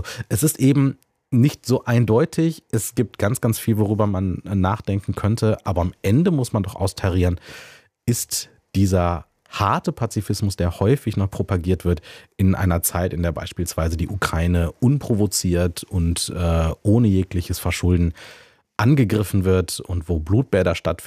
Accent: Germany; Also wir als Deutsche.

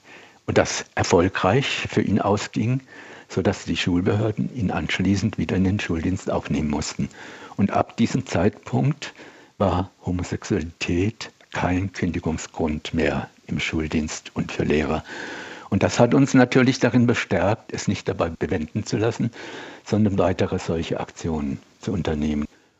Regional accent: Baden-Württemberg, Germany; born or raised there; now in Berlin, Germany

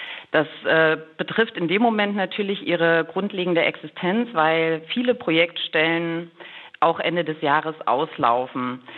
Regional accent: Magdeburg, Saxony-Anhalt, Germany; Tatsächlich komme ich aus Magdeburg

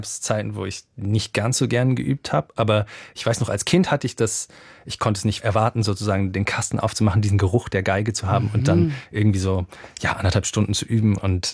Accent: Alsfeld, Hesse, Germany; also born or lived in Berlin; Also ich bin in Berlin geboren, aber dann in der Kleinstadt Alsfeld groß geworden

